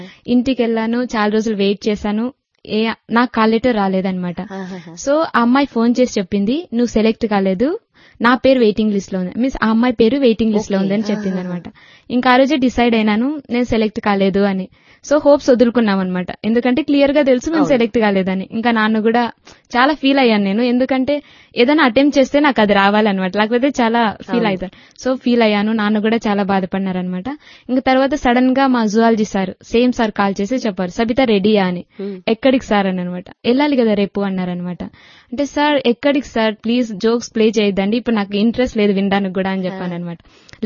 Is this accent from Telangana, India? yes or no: no; Andhra Pradesh, India; born or raised there